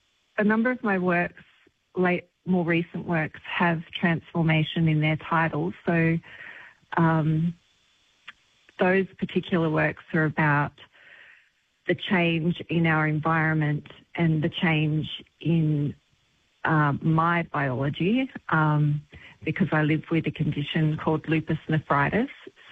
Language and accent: English; New South Wales, Australia; being back in the Central West, which was my hometown and the environment that I really loved.